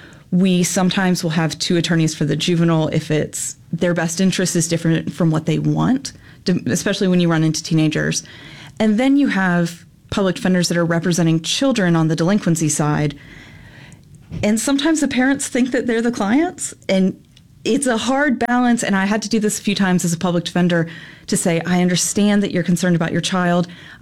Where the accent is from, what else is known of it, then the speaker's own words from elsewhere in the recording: Virginia, United States; to do an internship after my sophomore year of college with the Family Services Unit in Virginia, in my hometown, and went through the summer and absolutely fell in love with it.